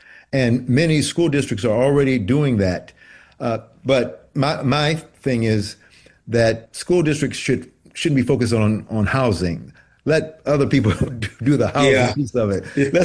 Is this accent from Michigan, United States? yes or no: yes; Detroit, Michigan, United States; now in California, United States; growing up in Detroit